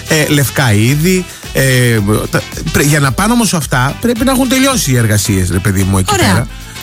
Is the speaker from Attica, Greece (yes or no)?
yes; Athens, Attica, Greece; Και με ρωτάει εμένα που είμαι από την Αθήνα να του πω τι γίνεται.